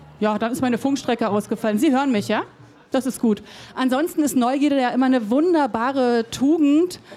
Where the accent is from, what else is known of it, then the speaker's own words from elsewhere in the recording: East Germany, Germany; Ich bin ein Kind der DDR gewesen.